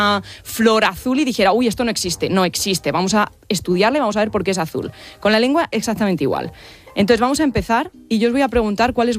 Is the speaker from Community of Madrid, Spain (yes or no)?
no; Guadalajara, Castilla-La Mancha, Spain; born there; Nací en Guadalajara.